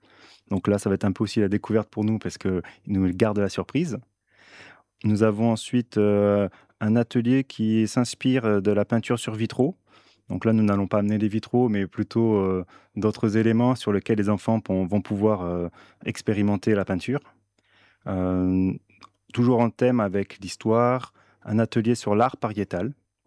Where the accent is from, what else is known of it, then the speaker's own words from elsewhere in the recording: Réunion; first language French; now in Albi, France; Non, parce qu'en fait, moi, je viens de l'île de la Réunion. Donc, je suis plus sur les langues créoles. Et c'est vrai que, donc, depuis petit, c'est la langue française en priorité.